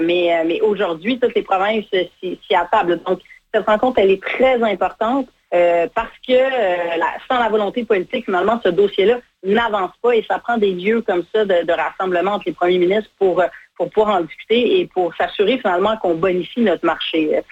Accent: Quebec, Canada; chez nous au Québec.

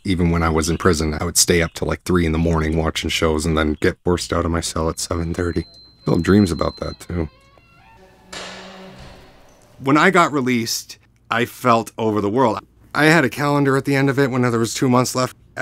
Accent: Canada; Being a Canadian in Australian prison, finally leaving Long Bay

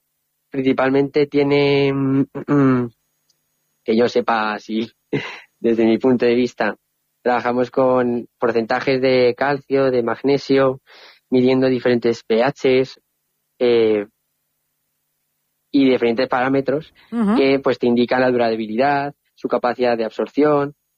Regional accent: Maluenda, Aragon, Spain; yo como tenía el pueblo cerca, que mi pueblo es Maluenda

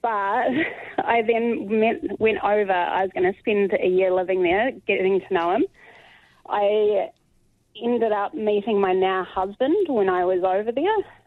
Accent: Oamaru, Otago, New Zealand; also born or lived in Dunedin; So I never met him. I grew up in Oamaru and I knew his family.

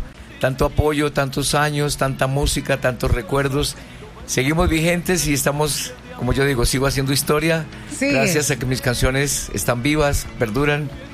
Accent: Fusagasugá, Cundinamarca, Colombia; also born or lived in Melgar, Tolima; yo nací en Melgar, departamento del Tolima, Pero mi mamá se separa de mi papá y de 3 añitos ella nos trae a Fusagasugá, a la casa de los abuelos. Entonces yo estudié, viví mi infancia, mis estudios primarios en la ciudad de Fusagasugá

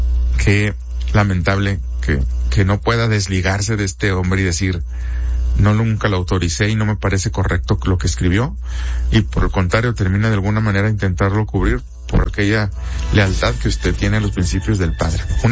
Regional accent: Mexico; para tratar de salir lo menos perjudicados que se pudiera como mexicanos

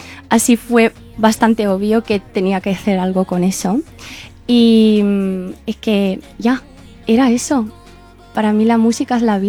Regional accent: Zwolle, Overijssel, Netherlands; now in Spain; Mi pueblo se llama Zwolle

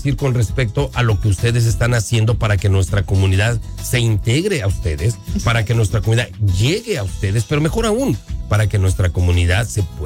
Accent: Mexico; como mexicanos, exacto, tenemos ese título de que somos muy machistas.

